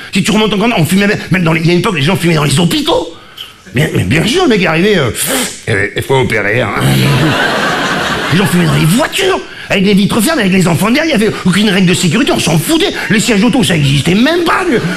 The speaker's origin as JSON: {"language": "French", "town": "Marseille", "region": "Provence-Alpes-Côte d'Azur", "country": "France", "lives_now": "Paris, France"}